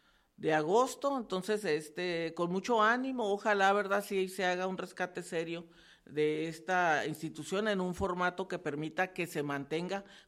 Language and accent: Spanish; Mexico